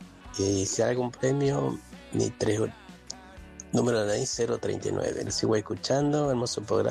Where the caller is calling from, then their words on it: Merlo, Buenos Aires Province, Argentina; estoy escuchando acá al Merlo, y nosotros festejábamos la primavera acá al lado, donde tejadito.